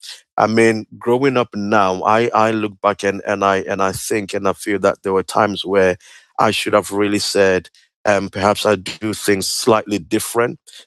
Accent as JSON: {"language": "English", "town": "Kumasi", "region": "Ashanti", "country": "Ghana", "tie": "born there", "said": "I was born in Ghana, in a beautiful city called Kumasi. That's sort of the second capital of Ghana, for any of your listeners who may know, a nice West African country. And I was born in a Christian home."}